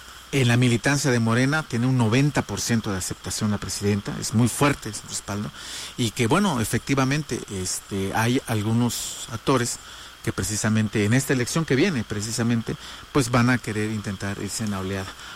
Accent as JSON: {"language": "Spanish", "region": "Oaxaca", "country": "Mexico", "said": "estamos muy contentos como oaxaqueños"}